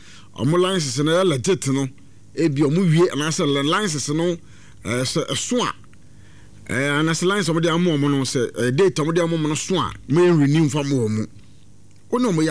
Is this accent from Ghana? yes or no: yes; Ghana; We as a Ghanaian